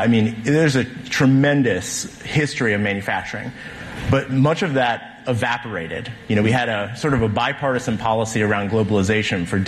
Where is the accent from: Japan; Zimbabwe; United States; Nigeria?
United States; Ohio; I know Ohio well. It didn't help. I want to be clear. I'm from Ohio originally.